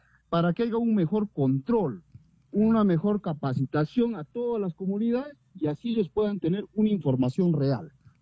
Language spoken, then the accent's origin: Spanish; Peru; para tener un servicio básico que como peruano nos corresponde.